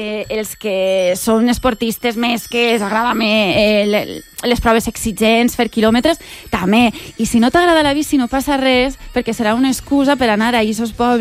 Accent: Alcoy, Valencian Community, Spain; un camí que es gastava per a transportar el peix de la costa cap a l'interior, i arribem al Coi, al meu poble.

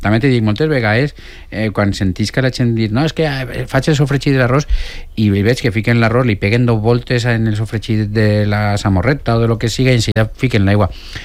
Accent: Xàtiva, Valencian Community, Spain; Jo soc d'Aixàtiva, sempre em fia també unes mandonguilletes ahí.

